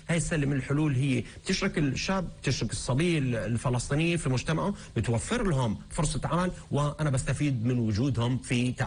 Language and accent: Arabic; Palestine; احنا نفكر بطريقة جمعية كفلسطينيين